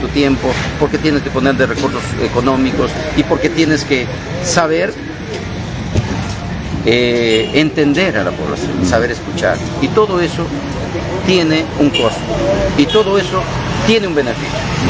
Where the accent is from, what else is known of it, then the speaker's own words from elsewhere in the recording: Copallín, Amazonas, Peru; Bagua, que es nuestra casa, recordemos que yo soy de Copallín